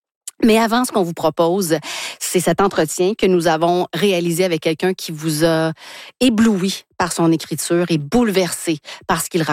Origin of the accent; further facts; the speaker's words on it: Quebec, Canada; à nous, Québécois, Canadiens francophones